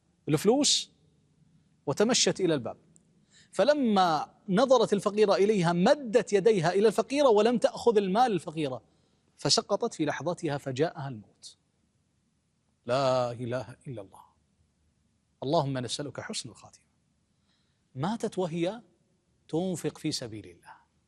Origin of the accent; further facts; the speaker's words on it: Kuwait; بلدنا الكويت